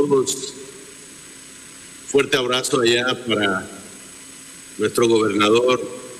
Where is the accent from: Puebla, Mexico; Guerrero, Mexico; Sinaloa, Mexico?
Puebla, Mexico; una ciudad donde la mayoría somos mexicanos y poblanos.